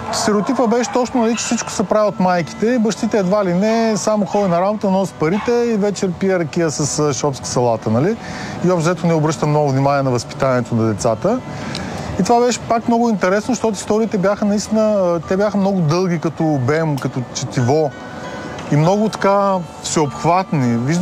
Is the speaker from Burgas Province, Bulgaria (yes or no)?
yes; Burgas, Burgas Province, Bulgaria; born there; also born or lived in Ruse; now in Sofia, Bulgaria; роден съм в Бургас, живял съм в Русе и дойдох в София.